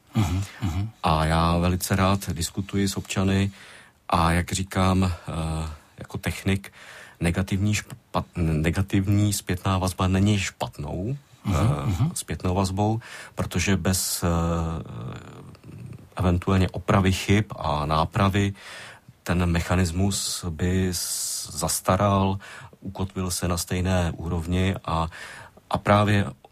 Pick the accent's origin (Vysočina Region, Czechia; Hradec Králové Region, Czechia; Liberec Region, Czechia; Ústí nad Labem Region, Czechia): Vysočina Region, Czechia; protože to jsou všechno velká města a já jsem hrdý z Vysočiny, takže já to teď zmiňuji takhle široce